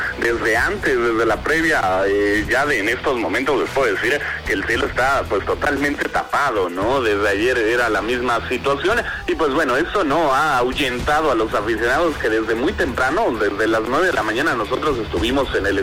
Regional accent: Mexico

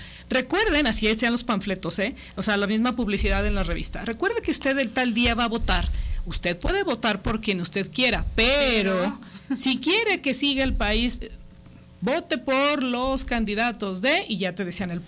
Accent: Mexico; deberíamos tener todos como ciudadanos mexicanos.

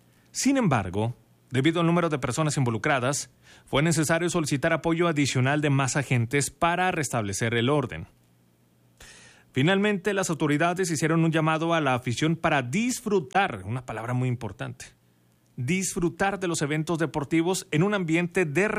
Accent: Chihuahua, Mexico; Porque todos somos de Chihuahua. ¿Por qué? Porque todos somos mexicanos.

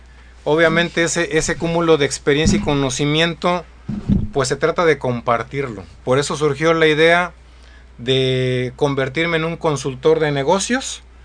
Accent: Acapulco, Guerrero, Mexico; originario de Acapulco, orgullosamente guerrerense, pues, así que todos mis estudios los hice en Guerrero

